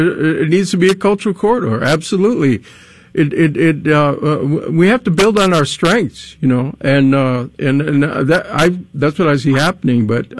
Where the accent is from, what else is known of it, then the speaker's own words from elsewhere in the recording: Minneapolis, Minnesota, United States; I grew up here in Minneapolis, you know, 1950s. I remember, you know, my grandparents lived here, my parents